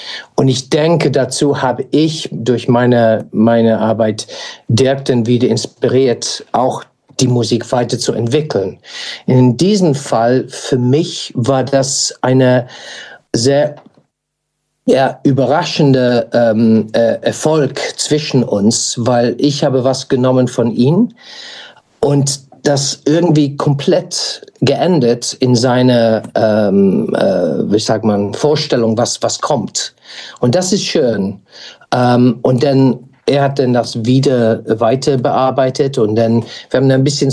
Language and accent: German; United Kingdom; German is a second language; moved away; als Brite